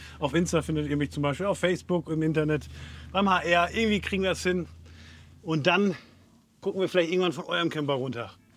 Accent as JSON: {"language": "German", "country": "Netherlands", "said": "Dabei bin ich eigentlich Holländer, ne? Und jetzt bin ich dann doch italienische."}